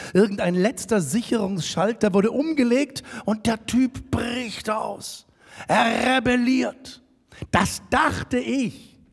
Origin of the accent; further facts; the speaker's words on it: Munich, Bavaria, Germany; moved away as an adult; ich komme aus München, ich bin in dieser Stadt aufgewachsen worden. Ich kenne mich wirklich aus. Ich bin da groß geworden, ich kenne ihn, seit ich klein bin. Ich bin dann weg nach der Schule. Ich bin nach der Schule nach Baden-Württemberg